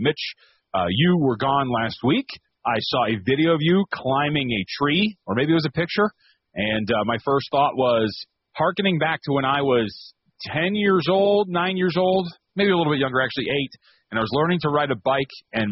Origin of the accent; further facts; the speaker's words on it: Las Vegas, Nevada, United States; growing up in Vegas, there's not that many trees, so I was never a tree climber.